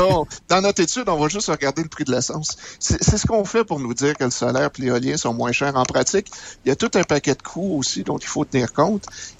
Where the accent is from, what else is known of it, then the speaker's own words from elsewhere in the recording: Quebec, Canada; Ça nous définit en tant que Québécois.